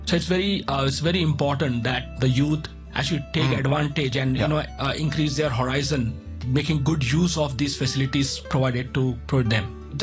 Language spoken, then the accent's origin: English; Mumbai, Maharashtra, India; now in Hong Kong; when I was growing up in Mumbai